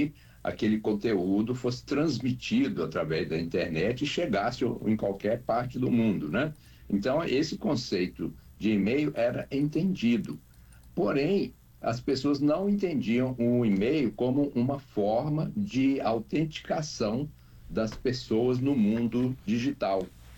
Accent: Belo Horizonte, Minas Gerais, Brazil; born there; eu nasci em Belo Horizonte, Minas Gerais.

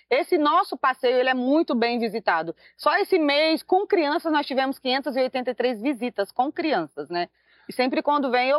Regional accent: São Sebastião, São Paulo, Brazil; eu sou nascida e criada em São Sebastião

